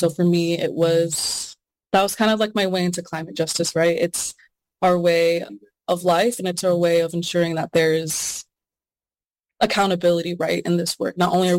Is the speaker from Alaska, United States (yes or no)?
yes; Anchorage, Alaska, United States; born there; going to school, K through 12, like here in Anchorage, there's a lot of like racism.